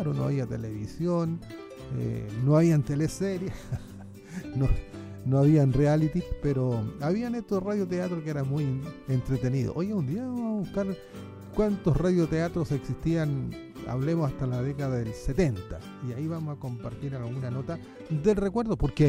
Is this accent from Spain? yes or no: no; Chile; nosotros los chilenos, somos un país sísmico